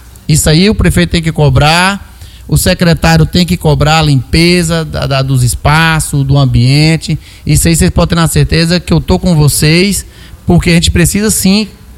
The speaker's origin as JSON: {"language": "Portuguese", "country": "Brazil", "tie": "born or raised there", "said": "nós temos a 19 em minha terra natal"}